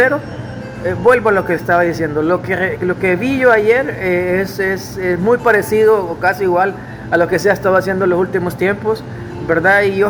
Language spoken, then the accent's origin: Spanish; Honduras; Como hondureño yo quiero que den resultados